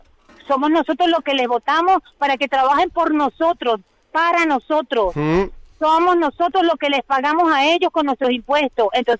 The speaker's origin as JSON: {"language": "Spanish", "country": "Venezuela", "moved": "as an adult", "lives_now": "Spain", "said": "todos los profesionales de Venezuela nos hemos ido. Yo me incluyo, me fui yo también, todos."}